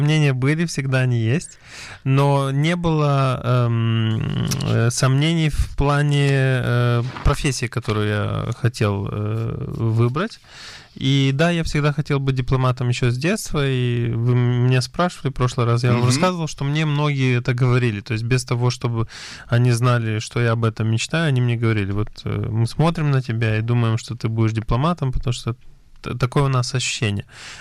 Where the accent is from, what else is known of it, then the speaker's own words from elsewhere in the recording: Soroca, Soroca District, Moldova; moved away as an adult; now in Israel; Я родился в Республике Молдова, в городе Сороки, на берегу Днестра. Учился я в том же городе, закончил школу.